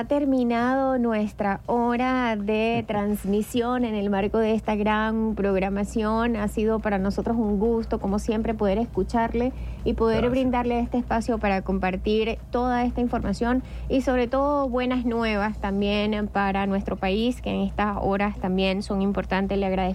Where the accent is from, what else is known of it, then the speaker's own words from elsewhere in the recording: Tucupita, Delta Amacuro, Venezuela; yo soy de Tucupita.